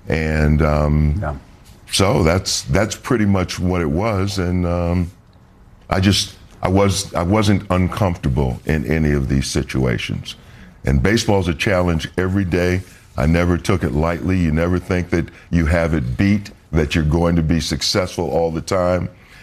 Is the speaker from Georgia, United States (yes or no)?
no; Saint Paul, Minnesota, United States; I grew up in Minnesota, and nice people. Great. You know, I had a great upbringing, St. Paul, Minnesota.